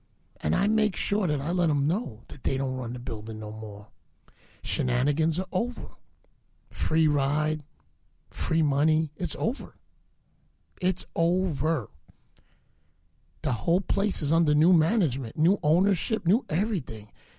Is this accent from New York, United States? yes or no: yes; New York City, New York, United States; born there; I'm a Jamaican born in the Bronx.